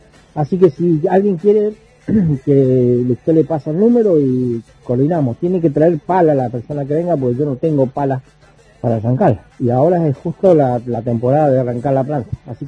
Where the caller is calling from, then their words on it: Cuadro Benegas, Mendoza, Argentina; acá de Cuadro Venegas, vivo pegado a la farmacia